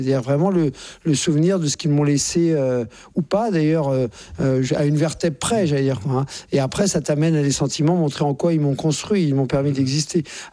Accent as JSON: {"language": "French", "town": "Courbevoie", "region": "Île-de-France", "country": "France", "tie": "born there"}